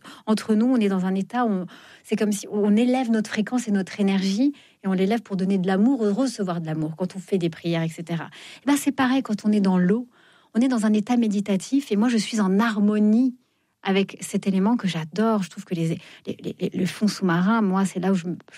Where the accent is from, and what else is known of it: Fontainebleau, Île-de-France, France; born or raised there